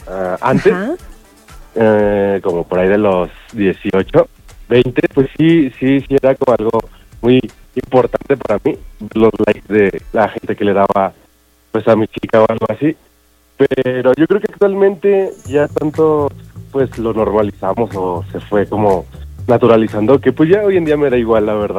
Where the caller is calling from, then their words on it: Mexico City, Mexico; De aquí, de la ciudad.